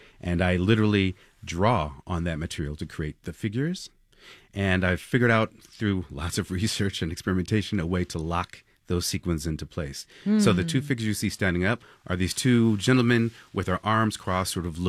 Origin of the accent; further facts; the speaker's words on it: Los Angeles, California, United States; also born or lived in Japan; as a teenager growing up in Los Angeles, I was a graffiti artist.